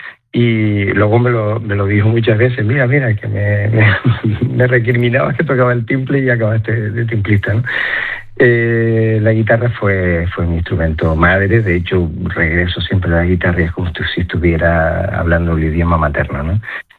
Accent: Canary Islands, Spain; yo que soy hijo y nieto de migrantes y como canario

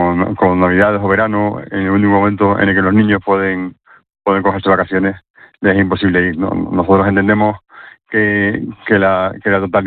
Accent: Canary Islands, Spain; born there; now in Spain (mainland); al ser canarios que en su momento nacimos en Canarias y que tuvimos casa en Canarias o que vivimos a casa de nuestros padres

